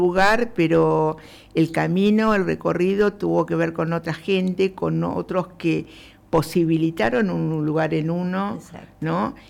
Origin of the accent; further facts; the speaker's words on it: La Plata, Buenos Aires Province, Argentina; yo soy de Los Hornos